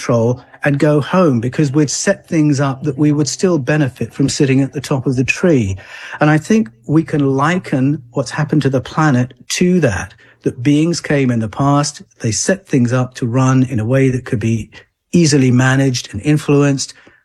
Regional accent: United Kingdom; born or raised there

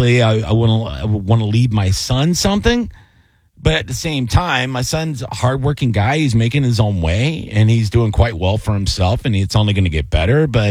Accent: Tampa, Florida, United States; I know where I grew up in Seminole Heights, my parents bought the home that we lived in on 15th Street in Seminole Heights for $32,000.

